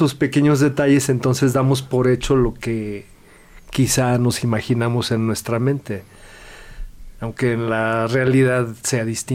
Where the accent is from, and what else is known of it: Mexico City, Mexico; born or raised there